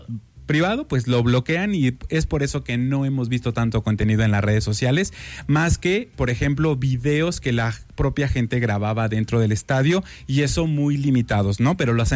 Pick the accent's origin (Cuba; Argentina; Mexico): Mexico